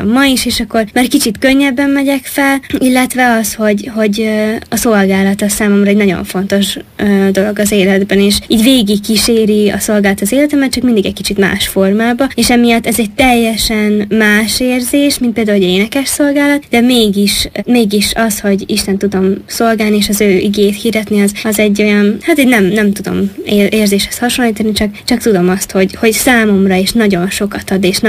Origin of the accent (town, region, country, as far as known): Oroszi, Zakarpattia Oblast, Ukraine; born or raised there